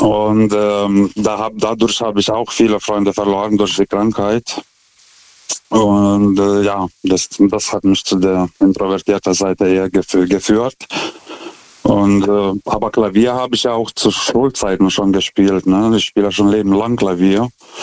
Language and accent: German; Lithuania; German is a second language; now in Germany